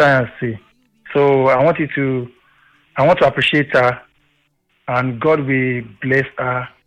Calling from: Ifo, Ogun, Nigeria; I'm calling from Ifo.

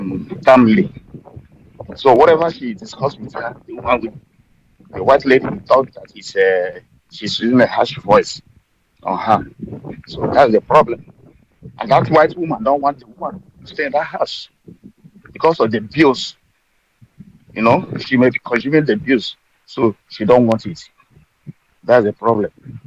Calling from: Germany; I'm calling from Germany.

